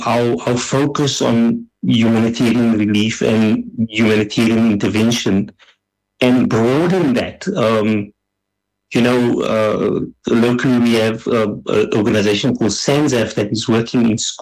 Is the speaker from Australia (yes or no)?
no; South Africa; But we as a South African culture, we are still having these commissions.